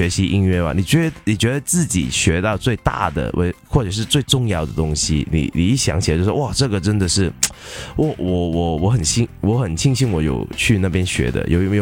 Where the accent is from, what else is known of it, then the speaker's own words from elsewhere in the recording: Hong Kong; 就好像我们香港人跟广州人，大家都是说广东话，可是有时候我就是听不懂。